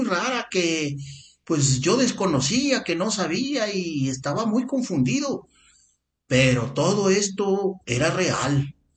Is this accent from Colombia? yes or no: no; San Nicolás de las Garzas, Nuevo León, Mexico; de San Nicolás de las Garzas, de Nuevo León.